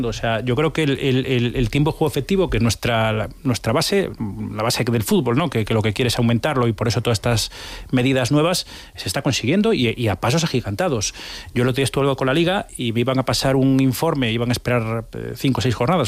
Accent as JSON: {"language": "Spanish", "town": "Vigo", "region": "Galicia", "country": "Spain", "said": "siendo de Vigo"}